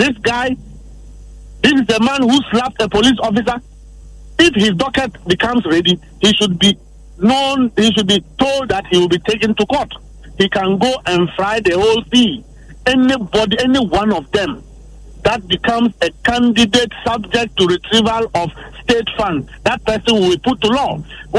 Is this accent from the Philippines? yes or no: no; Ghana; It doesn't reflect our culture as a Ghanaian.